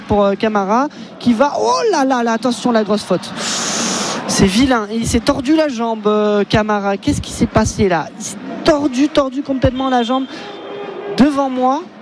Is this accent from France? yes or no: yes; France; born there; Je viens d'un coin de France où il n'y avait même pas d'option allemand, tellement on est plus proche de l'Espagne que de l'Allemagne.